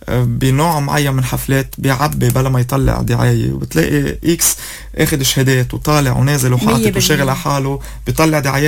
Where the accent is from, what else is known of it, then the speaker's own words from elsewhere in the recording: Lebanon; عم اسمعنا كلبنانية